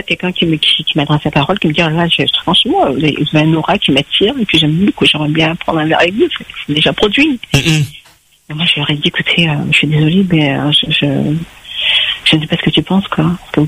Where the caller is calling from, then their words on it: Saint-Denis, Réunion; Alors moi, je suis sur Saint-Denis.